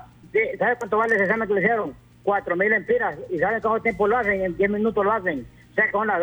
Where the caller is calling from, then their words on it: Comayagua, Honduras; Pero, señora Pita, le hablo de Comayagua.